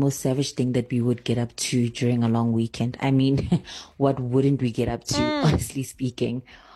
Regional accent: Pretoria, Gauteng, South Africa; growing up in Mamelodi

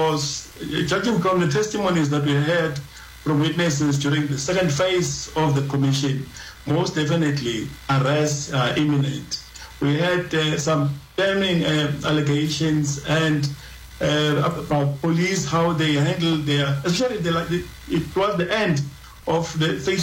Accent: South Africa; It basically says to us as South African that almost every government department has been infiltrated by some cartels in one way or the other.

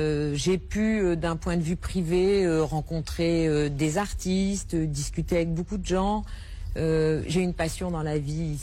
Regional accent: Paris, Île-de-France, France; also born or lived in Germany; Alors, je suis née en France, j'ai

